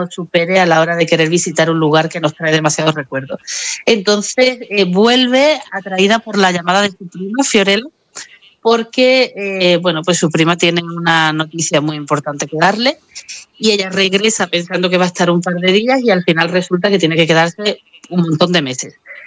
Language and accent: Spanish; Coín, Andalusia, Spain; yo soy malagueña de nacimiento, sigo viviendo en mi pueblo, también de Málaga